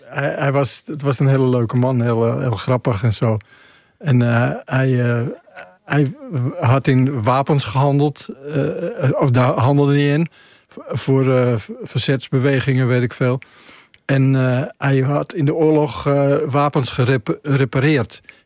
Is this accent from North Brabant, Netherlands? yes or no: no; Amsterdam, North Holland, Netherlands; Ik kom wel uit die buurt. Ik ben wel een oer-Amsterdammer, ja.